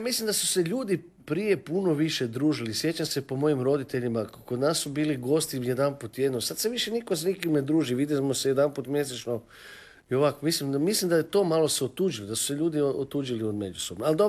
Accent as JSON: {"language": "Croatian", "town": "Mlinovi", "region": "City of Zagreb", "country": "Croatia", "tie": "born there", "said": "Pa ja sam rođen u Mlinovima"}